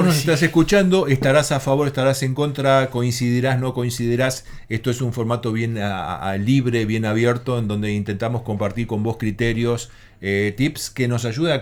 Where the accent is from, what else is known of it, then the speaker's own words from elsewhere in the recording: Argentina; Nosotros elegimos vivir en este territorio como argentinos manteniendo esa regla y esa idiosincrasia.